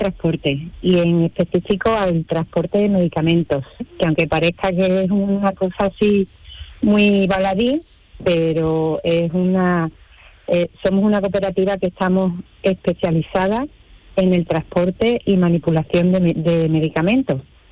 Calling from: Seville, Andalusia, Spain; Bueno, pues estoy en Sevilla.

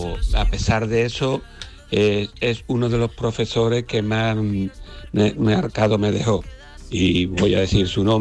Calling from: Seville, Andalusia, Spain; de Sevilla.

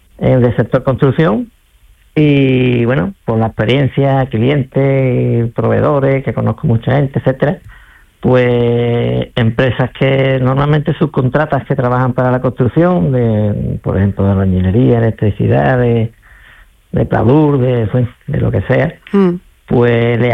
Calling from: Jerez de la Frontera, Andalusia, Spain; De aquí, de Jerez.

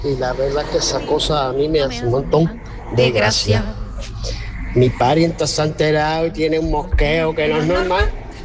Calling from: Cádiz, Andalusia, Spain; desde Cádiz

